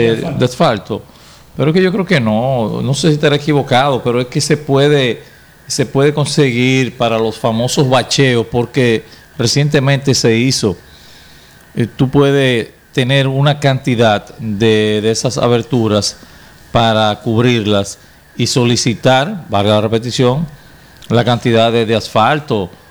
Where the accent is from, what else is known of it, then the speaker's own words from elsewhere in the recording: Dominican Republic; somos así los dominicanos